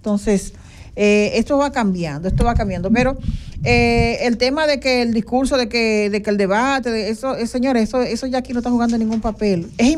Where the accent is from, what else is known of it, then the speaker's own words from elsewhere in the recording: Dominican Republic; La República Dominicana, necesitamos que bien nos gobiernen